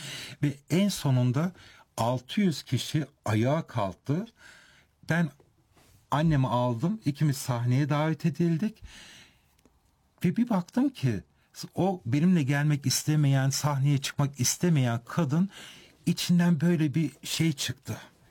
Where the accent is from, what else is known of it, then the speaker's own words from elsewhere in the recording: Germany; ben Almanya'da doğdum, büyüdüm ama ne zaman Ege'ye gitsem, ne zaman Uşak'a adım atsam, evet, sanki yeniden kendi ülkeme dönmüş gibiyim.